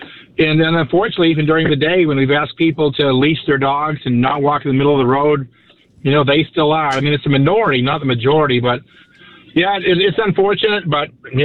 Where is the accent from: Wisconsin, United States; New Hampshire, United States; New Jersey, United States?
New Hampshire, United States; Keene; I've been born and raised in Keene, so this, you know, I'm one of those lifetime guys here.